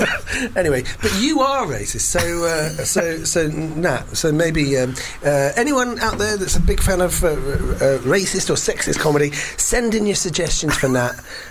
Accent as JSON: {"language": "English", "region": "London", "country": "United Kingdom", "tie": "born or raised there", "said": "I was brought up in London"}